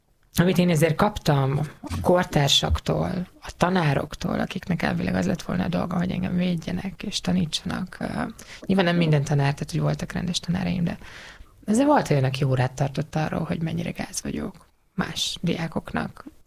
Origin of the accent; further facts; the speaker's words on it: Borsod-Abaúj-Zemplén, Hungary; én egy icipici faluból származom, Borsod megyéből, egy 800 fős kis faluból.